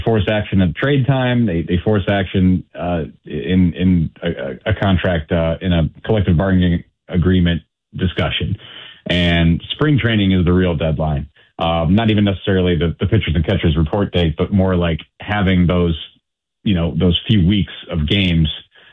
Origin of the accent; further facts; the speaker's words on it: Cleveland, Ohio, United States; And I grew up in Cleveland, and I see like the difficulty of trying to keep up with the Joneses.